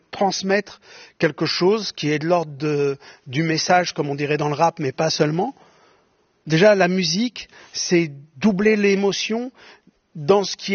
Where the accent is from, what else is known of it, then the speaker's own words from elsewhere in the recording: France; Je suis français complètement, et j'en suis fier, et j'ai des origines et j'ai une histoire qui est compliquée avec la France